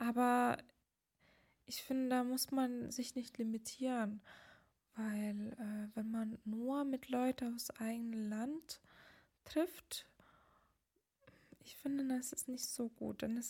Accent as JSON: {"language": "German", "country": "Lithuania", "tie": "born or raised there", "second_language": "German", "moved": "as an adult", "lives_now": "Berlin, Germany", "said": "ich bin noch in Litauen groß geworden, ich bin da sozialisiert geworden"}